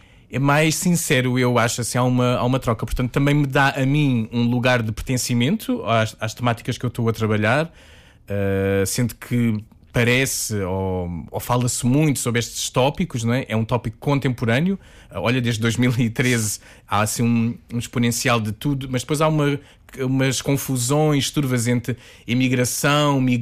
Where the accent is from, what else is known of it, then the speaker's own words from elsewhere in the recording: Algarve, Portugal; moved away as an adult; now in Lisbon, Portugal; Eu nasci no Algarve, eu sou algarvio, apesar de ter vindo aos 18 anos para Lisboa.